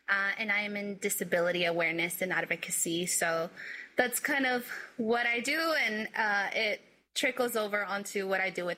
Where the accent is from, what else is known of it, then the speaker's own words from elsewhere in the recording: Texas, United States; now in Dallas, United States; I'm also from Texas, but I live in Dallas.